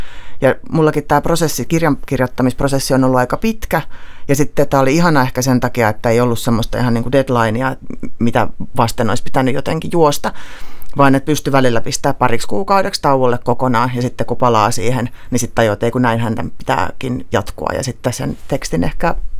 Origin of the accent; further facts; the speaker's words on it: Helsinki, Uusimaa, Finland; mistä mä oon ihan kotoisin, missä asuttiin äidin ja siskon kanssa ja isäpuolen kanssa, niin me oltiin siellä niinku aivan siis oikeasti Itä-Helsingissä.